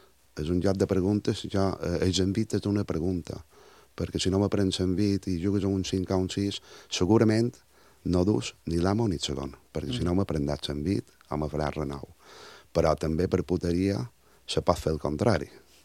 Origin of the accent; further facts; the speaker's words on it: Montuïri, Balearic Islands, Spain; un joc tradicional que tenim en el meu poble, que és Montuïri